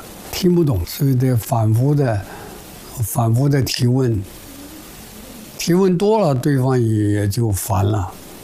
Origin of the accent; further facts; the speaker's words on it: Jiangxi, China; moved away; 我是江西人，我跑到北京来读书，那在语言方面那还也还是碰到问题很多的，听不懂